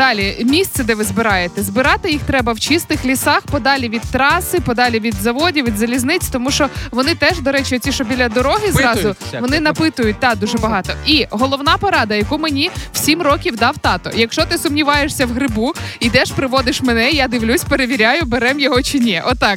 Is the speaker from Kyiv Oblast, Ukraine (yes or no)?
yes; Kyiv Oblast, Ukraine; moved away; я виросла в Чорнобильській зоні